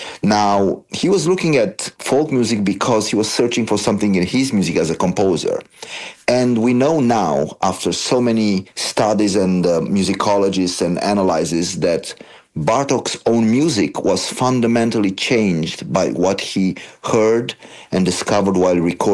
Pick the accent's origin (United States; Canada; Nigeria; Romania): Romania; Transylvania; English is a second language; So since I grew up in Transylvania, which was one of the area that he concentrated the most